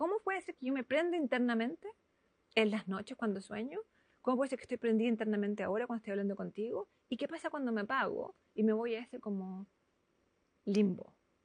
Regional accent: Chile; now in Bochum, Germany; Yo soy chilena.

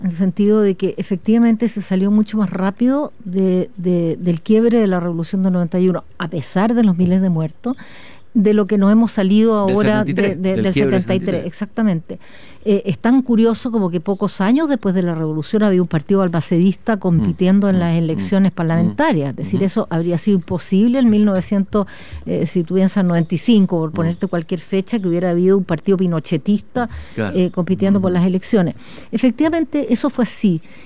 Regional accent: Chile; los chilenos hagamos un esfuerzo

